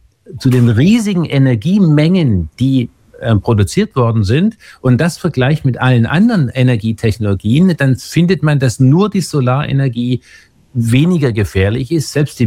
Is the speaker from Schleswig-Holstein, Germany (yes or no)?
no; Bavaria, Germany; ich bin in der Nähe von Gundremmingen aufgewachsen, ich habe also in meiner Jugend die Kraftwerkstürme wachsen sehen